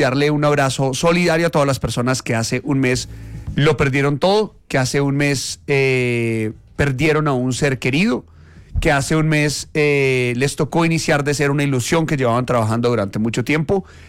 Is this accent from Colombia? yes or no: yes; Colombia; como colombianos, como país